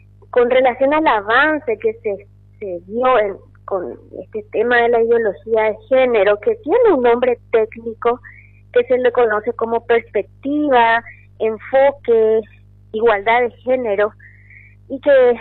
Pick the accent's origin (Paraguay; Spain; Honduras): Paraguay; Nosotros como ciudadanos paraguayos, padres de familia